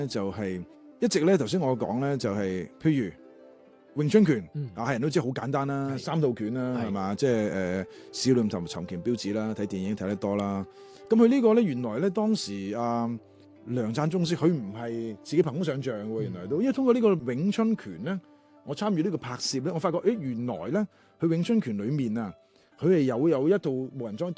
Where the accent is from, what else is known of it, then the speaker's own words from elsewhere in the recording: Macau; 我本身係雖然澳門人啫